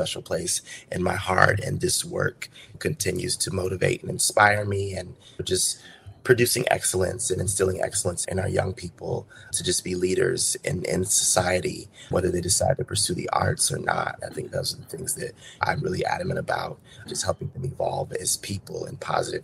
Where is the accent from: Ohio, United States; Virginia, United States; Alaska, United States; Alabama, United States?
Alaska, United States; Anchorage; now in New York, United States; I'm not originally from New York.